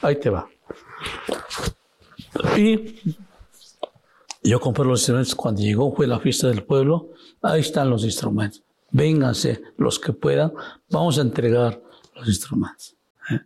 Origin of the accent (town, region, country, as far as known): Oaxaca, Mexico; now in Mexico City, Mexico